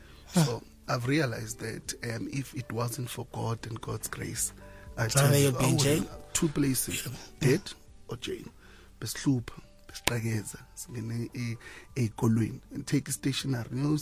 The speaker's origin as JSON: {"language": "English", "town": "KwaThema", "region": "Gauteng", "country": "South Africa", "tie": "born or raised there", "said": "Yeah, so I'm born and bred at Kwathema"}